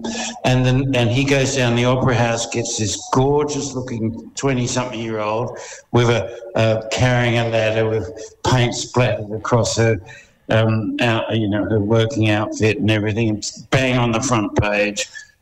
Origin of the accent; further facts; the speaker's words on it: Sydney, New South Wales, Australia; also born or lived in Adelaide; I was from Sydney, so I was only down in Adelaide.